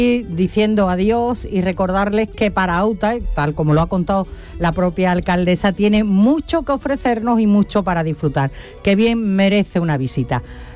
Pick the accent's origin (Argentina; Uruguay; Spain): Spain; Huelva, Andalusia; este artista sea de mi tierra, no sea de Huelva